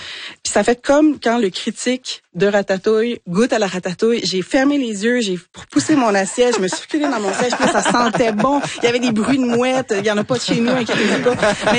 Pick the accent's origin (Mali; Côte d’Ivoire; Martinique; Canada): Canada; Quebec; Tu sais, moi, je suis gaspésienne, fait que là, j'ai un gros biais par rapport aux algues.